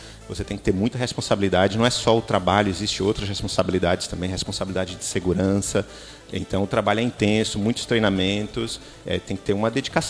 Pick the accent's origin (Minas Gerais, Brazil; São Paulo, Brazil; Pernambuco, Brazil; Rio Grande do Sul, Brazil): Pernambuco, Brazil; Recife; now in Japan; sou do Recife